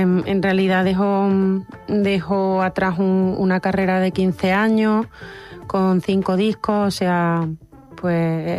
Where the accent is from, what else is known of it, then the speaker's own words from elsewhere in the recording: Córdoba, Andalusia, Spain; yo soy de Córdoba